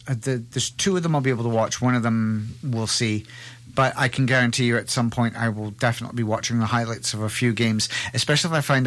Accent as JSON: {"language": "English", "country": "Canada", "said": "I'm a Canadian. I'm a Scot."}